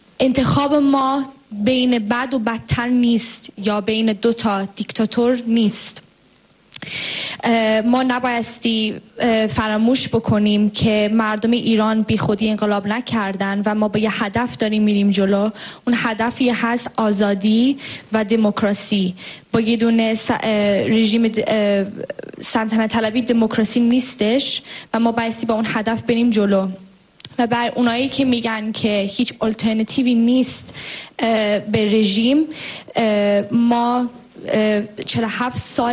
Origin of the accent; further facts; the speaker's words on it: England, United Kingdom; و من از انگلیس هستم.